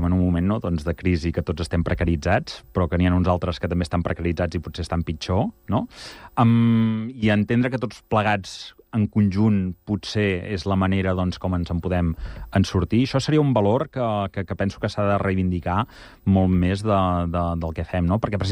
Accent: Igualada, Catalonia, Spain; jo sóc d'Igualada

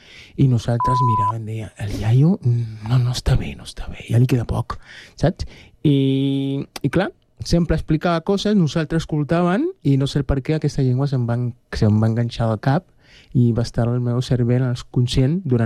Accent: Cuba; first language Spanish; Catalan is a second language; now in Rubí, Spain; que s'assemblava molt al meu poble i a Cuba

